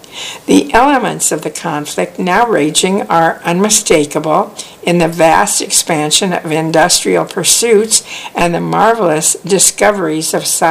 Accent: Danville, Illinois, United States; first person in my family to earn a college degree, a milestone my parents celebrated with pride. In my hometown of Danville, Illinois, only about 17% of adults have one.

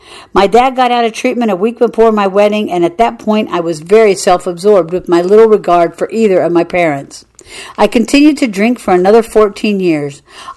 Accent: the Prairies, Canada; I was raised on the Canadian prairie

